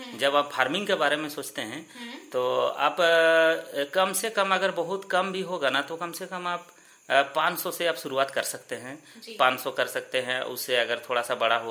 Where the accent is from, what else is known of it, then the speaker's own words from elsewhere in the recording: Galudih, Jharkhand, India; और मैं पूर्वी सिंहभूम गालुडी क्षेत्र से, मेरा गांव का नाम है हलुद्वानी।